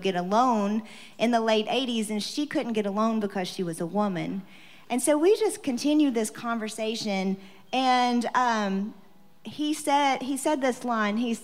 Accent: Mississippi, United States; now in Tennessee, United States; I grew up in Mississippi

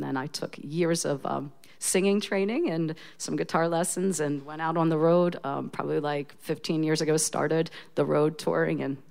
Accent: Trenton, New Jersey, United States; also born or lived in Pennsylvania / Arizona / New Orleans; I was born in Trenton, and I grew up in Trenton right across the bridge in Pensy, different times of my life. I also lived a little while in Arizona. Okay. And some summers in New Orleans.

